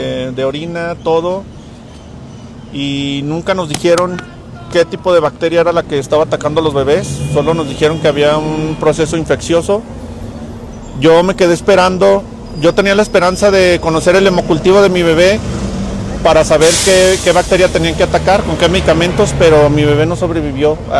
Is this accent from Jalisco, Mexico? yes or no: no; Durango, Mexico; Yo soy de aquí de Durango.